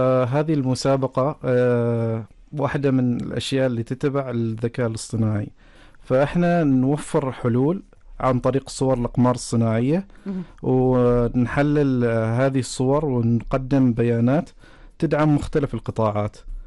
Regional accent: Oman; احنا عمانيين ونخدم هذه البلاد

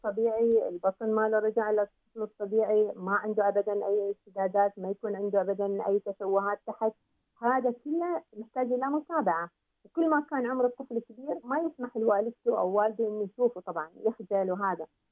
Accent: Oman; يعني تعرفين إحنا كمجتمع عماني ما زلنا يعني مجتمع ناضج صغير

